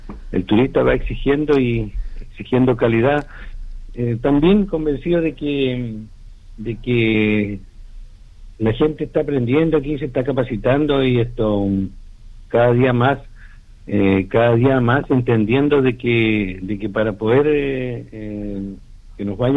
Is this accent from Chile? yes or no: yes; Ancud, Los Lagos, Chile; yo soy nacido y criado en Chiloé, en Ancud